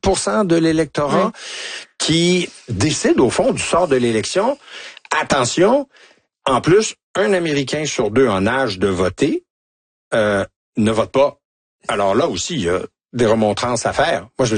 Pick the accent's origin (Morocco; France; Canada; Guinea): Canada; Ah ben, oui, parce que regardez là ce qui se passe.